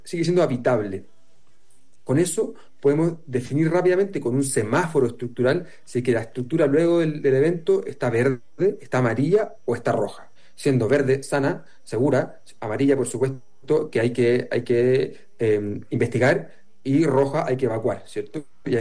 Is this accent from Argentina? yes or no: no; Chile; yo soy chileno y en Chile lo hemos sufrido